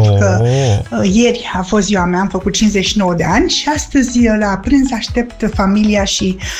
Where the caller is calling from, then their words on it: Bucharest, Romania; sunt din București. Vă ascult din bucătăria mea.